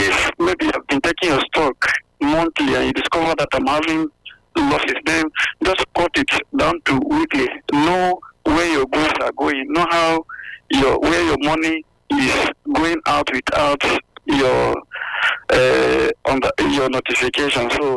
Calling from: Benin; Yeah, I'm calling from Benin.

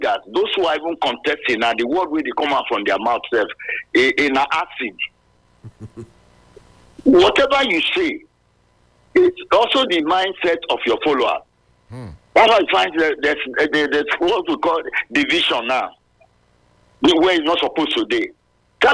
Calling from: Ubiaja, Edo, Nigeria; I'm calling from Mubiaja.

